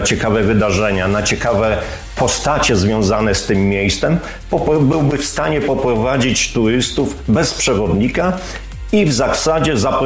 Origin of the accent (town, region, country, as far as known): Mogilno, Kuyavian-Pomeranian Voivodeship, Poland; born there; now in Inowrocław, Poland